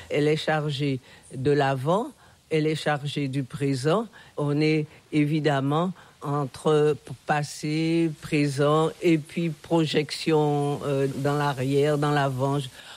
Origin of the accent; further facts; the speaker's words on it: Saintes, Nouvelle-Aquitaine, France; born there; Oui, bien sûr, 3 mois, je suis né à Saintes, tout à fait par hasard. En tous les cas, je me sens complètement issu de cette terre, issu de cette histoire